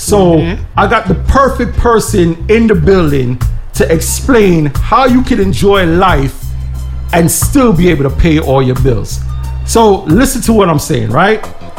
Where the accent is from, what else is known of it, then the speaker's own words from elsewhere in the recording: New York, United States; I'm definitely proud to say I'm from New York.